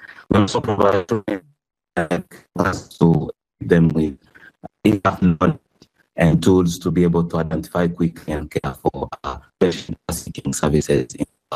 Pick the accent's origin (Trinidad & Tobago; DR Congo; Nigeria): DR Congo; Goma, North Kivu; English is a second language; I grew up in Goma and experienced at my early age one of the worst cholera outbreak in the region.